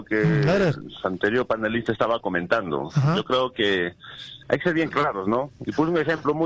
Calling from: Juliaca, Puno, Peru; de Juliaca.

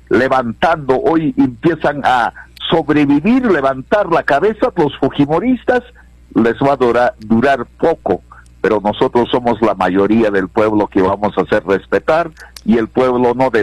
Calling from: Peru

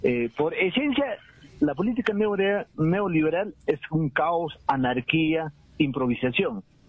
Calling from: Juliaca, Puno, Peru; de la ciudad de Juliaca

